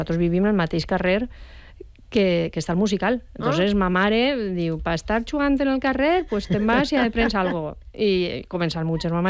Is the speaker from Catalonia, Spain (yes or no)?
no; Alboraia, Valencian Community, Spain; vam eixir molts, molts dels músics professionals que som ara d'Alboraia.